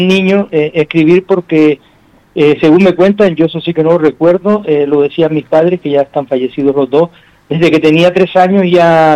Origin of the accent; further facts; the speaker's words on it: Juncalillo, Canary Islands, Spain; haber nacido en estas montañas sagradas de Gran Canaria, ser el último habitante nacido dentro de mi pueblo, parido por mujer, que eso es mérito de mi madre, obviamente, en esta tierra, pues, que es Juncalillo, pues a mí eso me ha marcado mucho.